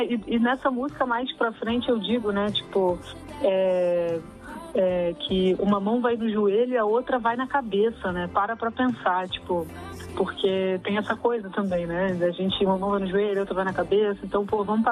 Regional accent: São João de Meriti, Rio de Janeiro, Brazil; moved away as an adult; also born or lived in Jacarepaguá, Rio de Janeiro; now in São Paulo, Brazil; Eu fui criada na Baixada Fluminense, no Rio de Janeiro. Mais tarde, ali pela adolescência, minha família foi para a Zona Oeste, então eu morei também em Jacarepaguá, na freguesia, mas hoje está todo mundo lá pela região serrana

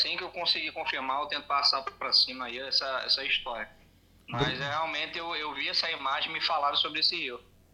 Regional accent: Natal, Rio Grande do Norte, Brazil; moved away; Eu sou de Natal, Rio Grande do Norte.

